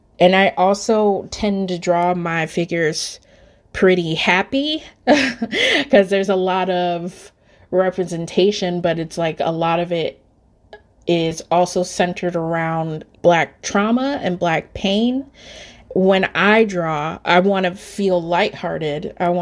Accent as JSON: {"language": "English", "town": "Detroit", "region": "Michigan", "country": "United States", "moved": "as an adult", "lives_now": "Chicago, United States", "said": "I'm originally from Detroit and graduated 2004 and then moved out here in 2005."}